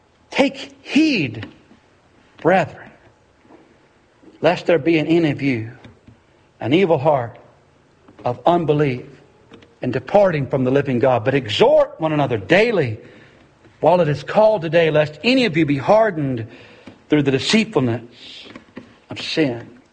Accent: Tennessee, United States; we're from Tennessee here, do we?

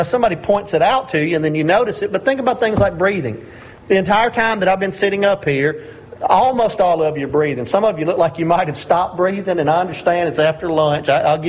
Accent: Tennessee, United States; I'm from Tennessee, and it took me forever to find Pograb, Tennessee.

